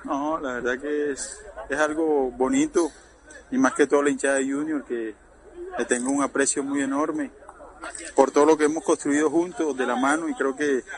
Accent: Barranquilla, Atlántico, Colombia; soy barranquillero

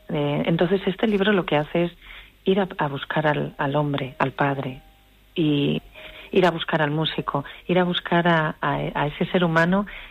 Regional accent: Santander, Cantabria, Spain; yo soy de Santander, y por ejemplo está el Paseo Pérez Galdós, o el Paseo Pereda

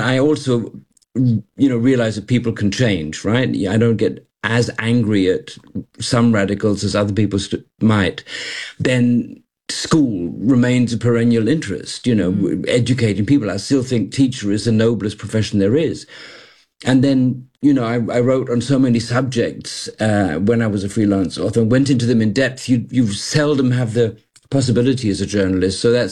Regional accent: Malaysia; also born or lived in London, United Kingdom / Germany; I was born in London and grew up in the what was then the Federation of Malaya, became Malaysia later.

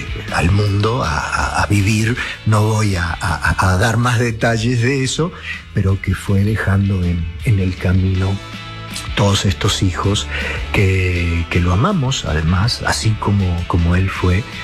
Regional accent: Mexico; also born or lived in Uruguay; mis hermanas y yo somos uruguayos, pero nacimos en Uruguay. Yo soy más mexicano que el mole

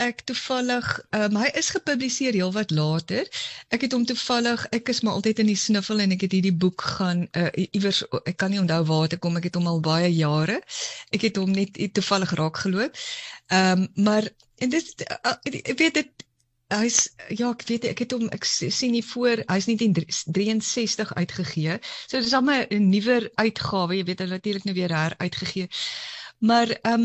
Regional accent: Cape Town, Western Cape, South Africa

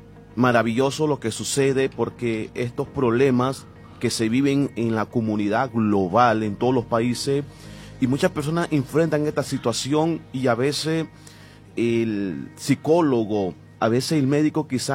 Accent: Nicaragua; y allá en Nicaragua, en mi país, se le llaman mosca

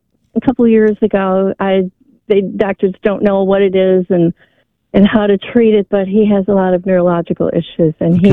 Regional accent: Illinois, United States; and he's from outstate Missouri, so he's a Cardinals fan, and I'm from Northern Illinois.

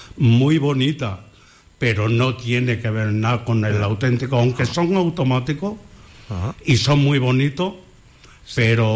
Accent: Villanueva de Córdoba, Andalusia, Spain; Yo todo lo que pueda colaborar con en mi pueblo

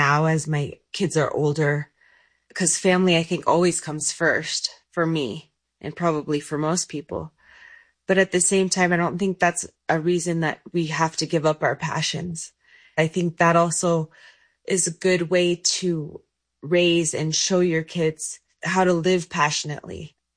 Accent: Colorado, United States; I grew up in Colorado. I was born to a ski shop owner. named Buzz. I grew up basically with skis on my feet.

